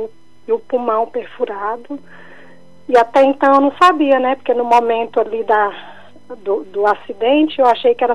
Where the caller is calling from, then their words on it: Brasília, Federal District, Brazil; Eu estou falando de Brasília.